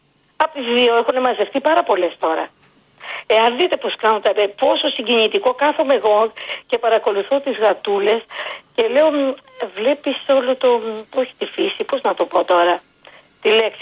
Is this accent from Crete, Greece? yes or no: no; Attica, Greece; Μόνο τη μεγάλωσα σε ένα σπίτι, είμαι από Μεσόγεια.